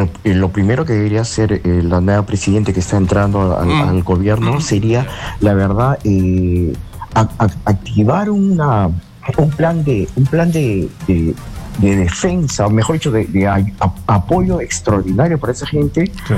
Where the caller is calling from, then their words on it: Lima, Peru; llamo de Surco.